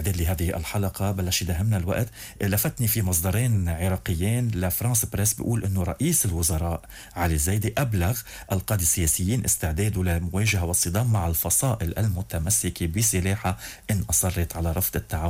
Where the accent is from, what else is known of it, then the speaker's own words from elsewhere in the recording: Lebanon; نحن نحكي لبناني